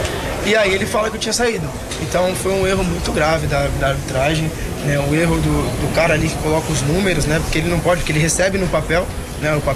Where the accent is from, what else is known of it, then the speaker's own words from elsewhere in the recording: Brazil; Cara, eu sou brasileiro como você também é, né?